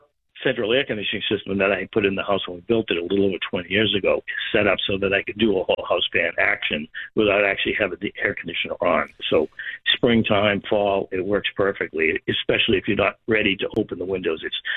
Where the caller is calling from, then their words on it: Kingston, Massachusetts, United States; from Kingston.